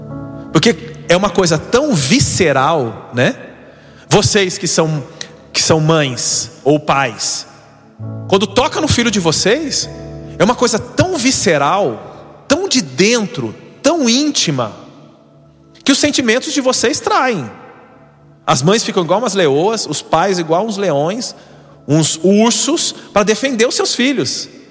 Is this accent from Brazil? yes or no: yes; Paraná, Brazil; moved away; Você está no Sul, da onde eu sou, do Paraná?